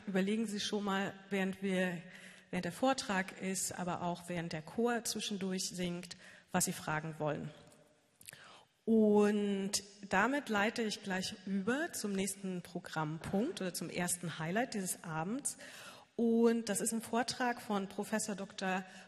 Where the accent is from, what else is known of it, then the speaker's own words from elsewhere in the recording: Wernigerode, Saxony-Anhalt, Germany; ich komme auch aus Wernigerode, bin hier aufgewachsen, geboren und aufgewachsen